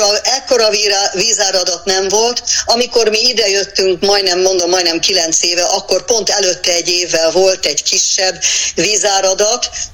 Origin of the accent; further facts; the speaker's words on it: Hungary; now in Australia; én magyar vagyok